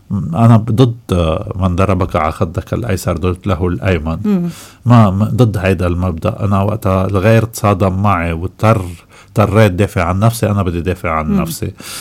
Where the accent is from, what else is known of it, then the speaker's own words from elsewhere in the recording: Lebanon; عندنا بلبنان